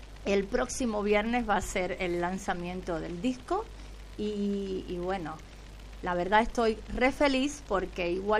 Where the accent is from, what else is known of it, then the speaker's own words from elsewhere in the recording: Guantánamo, Cuba; born there; also born or lived in Havana; Sí. Nací en Guantánamo. ¿Viste de dónde sale Guantánamo?